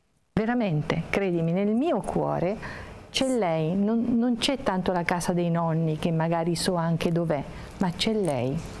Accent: Reggio Calabria, Calabria, Italy; born there; moved away as an adult; now in Loreto, Italy; tutti i miei familiari materni sono di Loreto, ma sono nata a Reggio Calabria perché mio papà è di Reggio Calabria ha incontrato mamma durante la guerra.

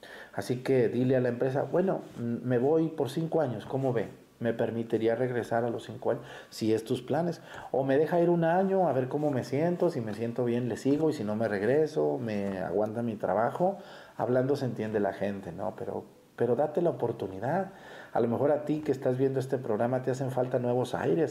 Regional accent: Jalisco, Mexico; now in Guerrero, Mexico; Miren, yo soy de Jalisco y miren, estoy aquí en Guerrero, ¿no?

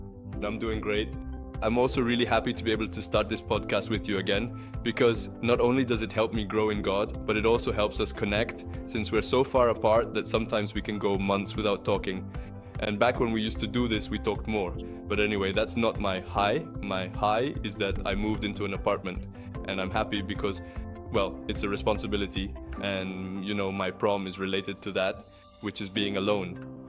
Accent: United States; We're going to be speaking Spanglish because we grew up in the United States.

